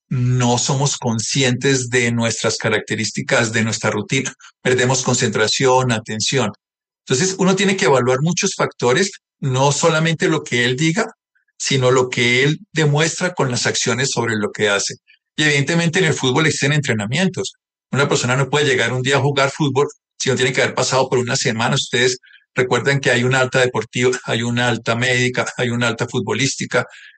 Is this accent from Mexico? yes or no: no; Colombia; Pero como colombianos, dejemos las divisiones, dejemos todas las hipótesis que nos separan y juntémonos porque nos tiene doler a todos.